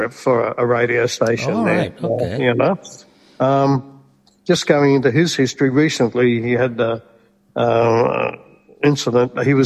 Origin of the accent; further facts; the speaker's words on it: Sydney, New South Wales, Australia; my growing up in Sydney